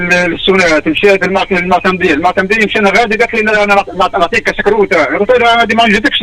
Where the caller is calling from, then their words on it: Mahdia, Mahdia Governorate, Tunisia; انا مواطن من ما حبش نقول تونسي خاطر انا مش حاسس انا تونسي